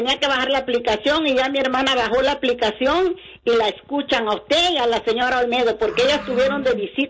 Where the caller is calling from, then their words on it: Veracruz, Mexico; Puro Veracruz, yo soy jarocha.